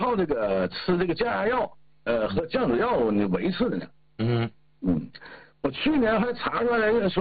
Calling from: Shenyang, Liaoning, China; 我是沈阳的

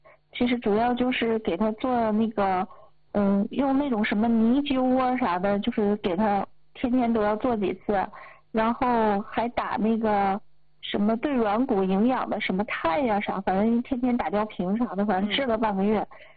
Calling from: Changchun, Jilin, China; 我是长春的。我今年48了。

